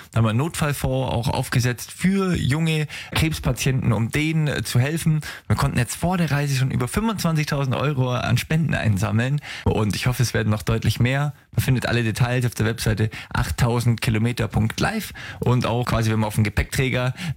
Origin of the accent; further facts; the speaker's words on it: Bavaria, Germany; born there; Ich komme gebürtig aus dem Allgäu